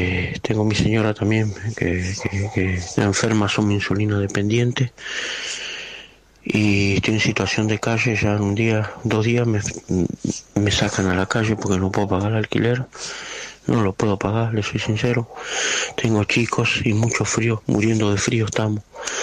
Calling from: Tortuguitas, Buenos Aires Province, Argentina; de Tortuguita

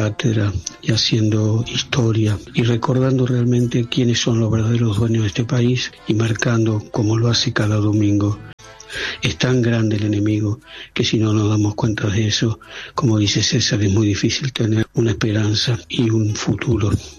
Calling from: Buenos Aires, Argentina; de Almagro, un domingo más junto a ustedes

